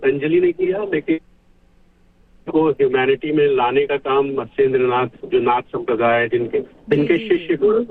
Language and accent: Hindi; Gorakhpur, Uttar Pradesh, India; मैं गोरखपुर में पला बढ़ा हूँ.